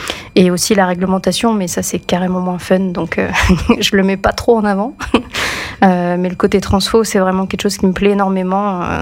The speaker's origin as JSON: {"language": "French", "region": "Grand Est", "country": "France", "accent": "Ardennes", "moved": "yes", "lives_now": "Drôme, France", "said": "je suis pas originaire de la Drôme du tout. Peut-être certains reconnaîtront mon accent ardennais"}